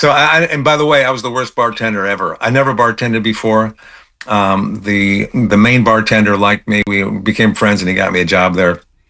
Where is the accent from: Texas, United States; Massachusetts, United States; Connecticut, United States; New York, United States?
Connecticut, United States; Bridgeport; born or raised there